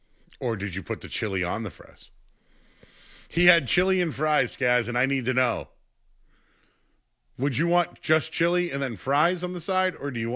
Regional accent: Boston, Massachusetts, United States; I grew up in Boston

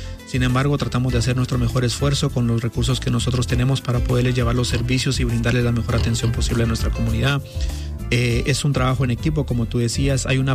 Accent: Guatemala; nosotros como guatemaltecos estamos aquí para apoyarnos, no para estorbarnos

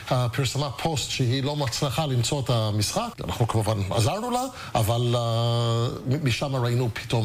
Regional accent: Canada; now in Israel; אני בא מקנדה

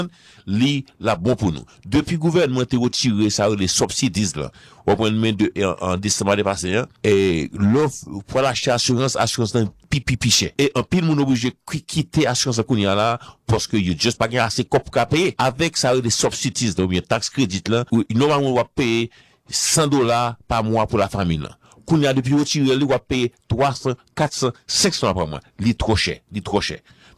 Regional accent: Haiti; now in United States; Ici aux États-Unis. On est haïtien, moi-même

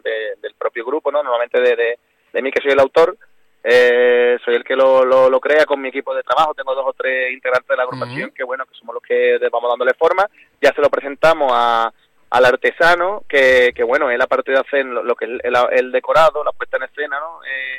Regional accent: Cádiz, Andalusia, Spain; Para nuestra comparsa como gaditano

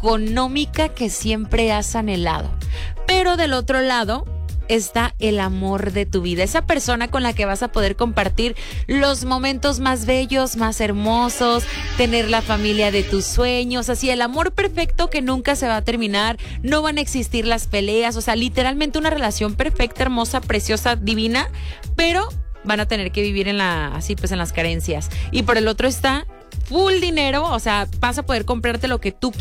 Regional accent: Mexico

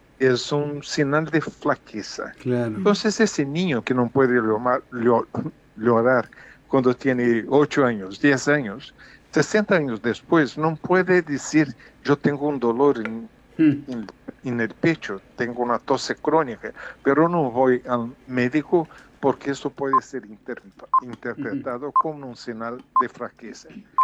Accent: Brazil; Cuando yo era niño había una proporción en mi país, en Brasil, de 4 o 5% de personas con más de 60 años.

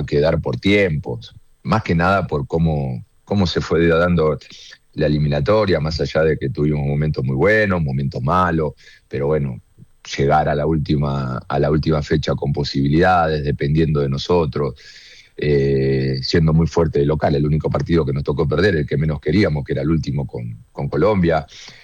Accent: Argentina; moved away

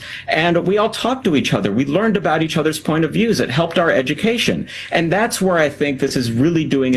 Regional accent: Henderson, Nevada, United States; I'm a product of the Clark County School District. I grew up in Henderson

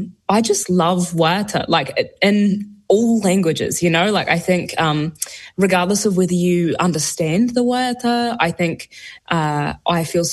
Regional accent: Gore, Southland, New Zealand; E tupu aki au ki Muri Hiku. I grew up in Southland in Gore, in the mighty town of Gore. Koi. And when I was, a kid, I was really hungry for my reo. And I grew up in a whānau that didn't have access to speaking reo in our home.

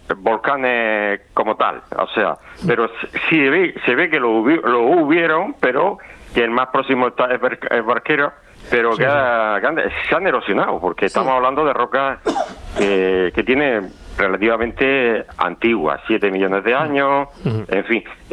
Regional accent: Molina de Segura, Region of Murcia, Spain; Tengo el corazón partido. Yo soy de Molina de Segura.

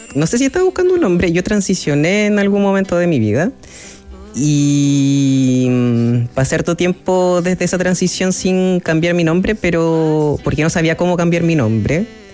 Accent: Rancagua, O'Higgins, Chile; now in Viña del Mar, Chile; Soy oriundo de Rancagua.

